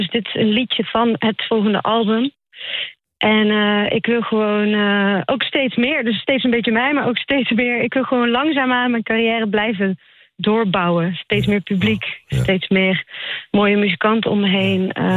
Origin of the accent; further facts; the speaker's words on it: Netherlands; accent: soft G; Dus ik blijf altijd herkenbaar in mijn tegendraadsheid, mijn zachte G en mijn stemgeluid natuurlijk.